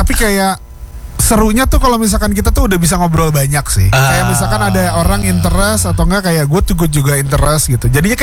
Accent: Jakarta, Indonesia; Gue asli Jakarta.

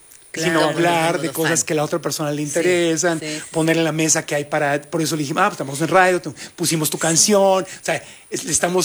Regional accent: Ciudad Obregón, Sonora, Mexico; Yo crecí en Sonora, uh-huh, en Obregón.

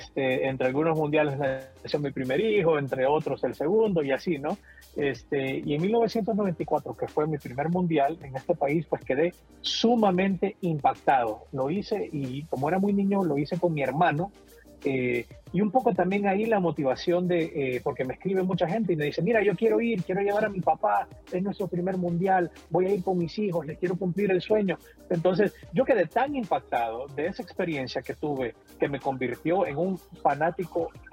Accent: Honduras; now in Washington, United States; yo soy de Honduras y hace muchos años, ya la mitad de mi vida la llevo en este bello país, en Estados Unidos y en particular en Washington. Bueno, vine por todo tipo de temas, estudios, luego trabajo.

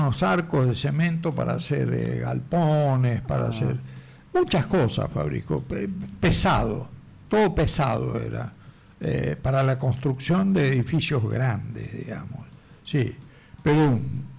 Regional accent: Córdoba, Argentina; born there

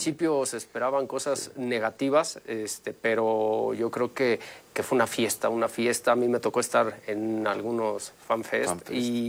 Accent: Mexico; No. Seguimos siendo mexicanos.

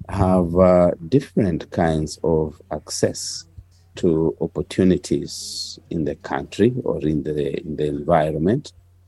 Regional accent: Kenya; First, because as a Kenyan people, we are increasingly becoming violent. Violence seems to be our default character as Kenyans.

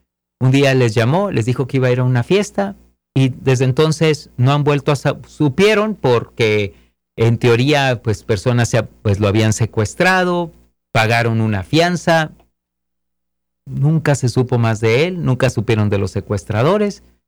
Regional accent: Mexico; en nuestro país, a los que somos mexicanos

